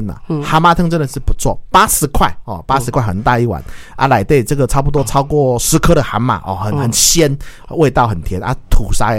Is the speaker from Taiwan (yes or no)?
yes; Taiwan; 可能是我们台湾人不喜欢这个口味啦